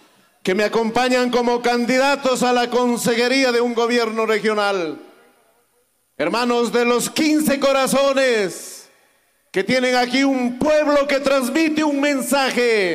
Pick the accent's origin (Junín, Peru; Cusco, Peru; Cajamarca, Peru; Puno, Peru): Cajamarca, Peru; Tacabamba; en Chota, mi tierra, soy tacabambino a mucha honra